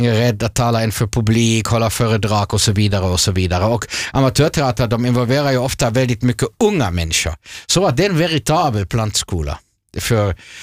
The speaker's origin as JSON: {"language": "Swedish", "country": "Germany", "second_language": "Swedish", "moved": "yes", "lives_now": "Finland", "said": "min hemland Tyskland"}